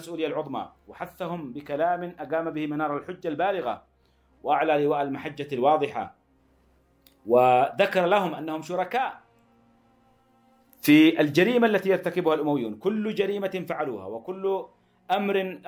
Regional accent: Yemen; نحن اليوم كيمنيين

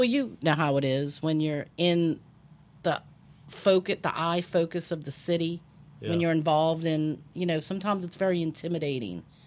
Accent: New Orleans, Louisiana, United States; moved away as an adult; So I am like hardcore Lakeview to the bone. I went kicking and screaming to the North Shore.

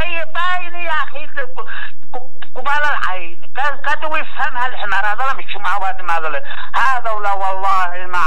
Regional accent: Yemen; احنا كشعب يمني

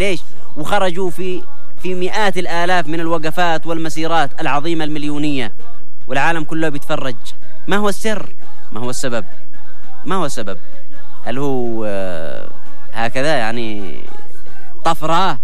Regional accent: Yemen; احنا كشعب يمني

